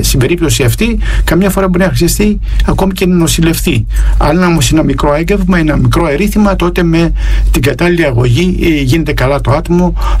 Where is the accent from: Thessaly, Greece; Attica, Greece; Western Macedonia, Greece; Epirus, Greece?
Attica, Greece; Piraeus; τους πατριώτες μου, τους Πειραιώτες, γιατί και εγώ είμαι Πειραιώτης.